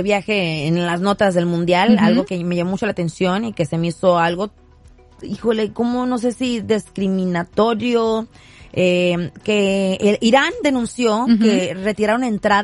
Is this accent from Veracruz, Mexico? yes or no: no; Tijuana, Baja California, Mexico; yo soy de Tijuana